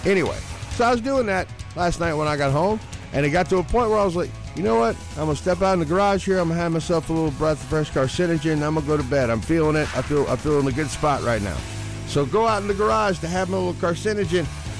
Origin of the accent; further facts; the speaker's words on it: Florida, United States; moved away; growing up in Florida